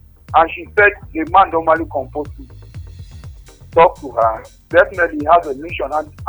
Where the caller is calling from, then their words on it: Abuja, Federal Capital Territory, Nigeria; I'm calling from Abuja, Kabuta, Abuja.